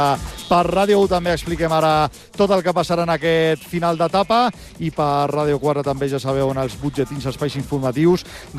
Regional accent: Catalonia, Spain

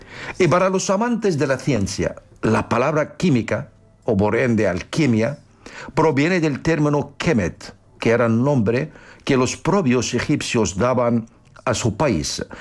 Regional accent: Egypt; moved away; Vamos a la tierra de los faraones, a mi tierra natal, a Egipto.

